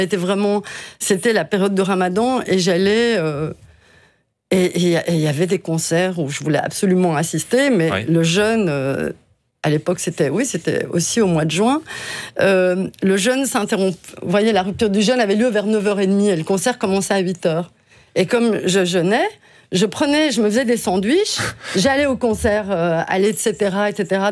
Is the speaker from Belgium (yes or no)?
yes; Brussels, Brussels-Capital Region, Belgium; Moi, je viens de Kokkelberg et Molenbeek.